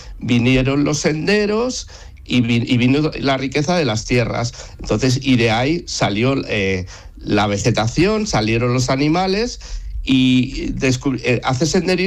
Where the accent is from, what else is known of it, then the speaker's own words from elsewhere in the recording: northern Spain, Spain; moved away as an adult; now in Seville, Spain; yo soy del norte de España, llegué hace 12 años a Sevilla y estaba muy acostumbrado a ir todos los días al monte, ¿no?